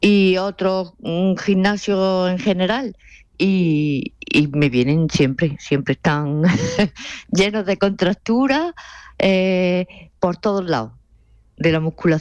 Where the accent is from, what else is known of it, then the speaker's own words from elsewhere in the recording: Jaén, Andalusia, Spain; Yo soy andaluza, soy de Jaén, pero ya llevo aquí muchos años. Ya hace años que estoy aquí.